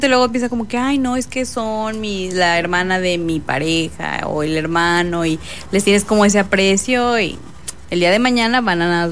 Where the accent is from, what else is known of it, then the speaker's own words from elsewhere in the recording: northern Mexico, Mexico; soy norteña nada más